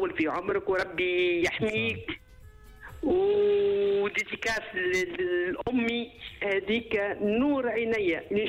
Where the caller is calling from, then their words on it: Sousse, Sousse Governorate, Tunisia; انا من سوسة.